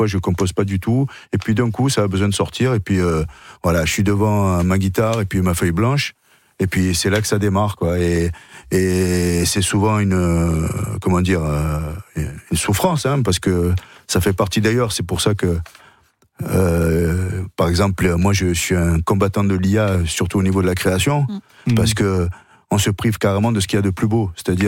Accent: Marseille, Provence-Alpes-Côte d'Azur, France; J'ai grandi à Marseille.

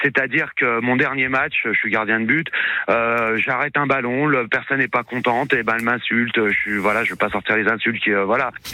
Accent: Bonifacio, Corsica, France; now in Bourg-en-Bresse, France; Parce que à la base, je viens de Bonifacio, alors du coup j'ai suivi mes parents quand j'étais plus jeune.

